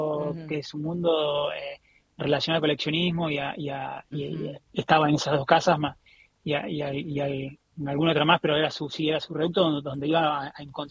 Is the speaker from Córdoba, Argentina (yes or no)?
no; General Villegas, Buenos Aires Province, Argentina; moved away; Radio Actualidad, la radio de mi pueblo